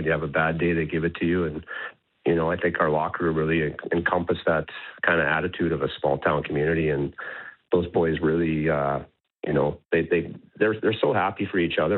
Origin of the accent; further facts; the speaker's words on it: Lac du Bonnet, Manitoba, Canada; I'm from Lac-de-Bonnie, which is an hour and a half away from Niverville